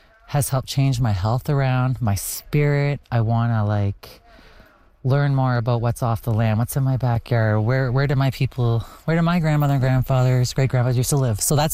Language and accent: English; Cape Breton, Nova Scotia, Canada; now in Indian Brook, Canada; I'm from Indian Brook. That's where I live currently with my family. But I'm originally from Wamacook Reserve in Cape Breton. So I'm a residential school descendant, and I attended an Indian Day school.